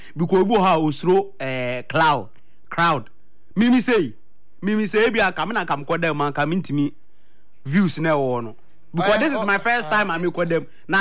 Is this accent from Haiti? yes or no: no; Ghana; Aren't we shame? Are we not ashamed as a Ghanaian?